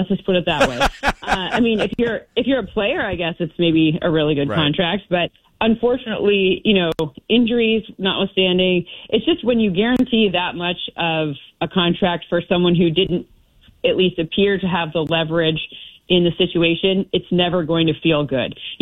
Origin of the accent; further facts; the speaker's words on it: Midwest, United States; I'm a Midwesterner.